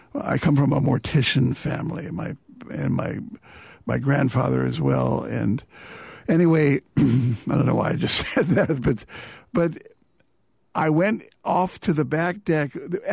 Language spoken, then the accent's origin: English; the Midwest, Illinois, United States; moved away; I was born in the Midwest. I was born west of Chicago. My hometown was a sundown town.